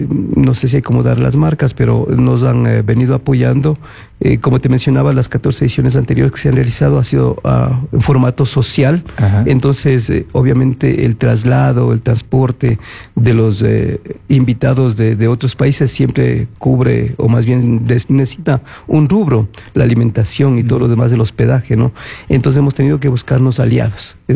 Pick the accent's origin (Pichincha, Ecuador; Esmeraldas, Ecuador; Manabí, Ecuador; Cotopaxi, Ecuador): Pichincha, Ecuador; Quito; somos también nosotros somos quiteños